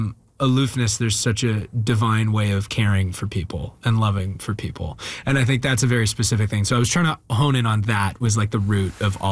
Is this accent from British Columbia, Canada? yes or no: no; Alberta, Canada; Yeah, tons of Newfoundlanders.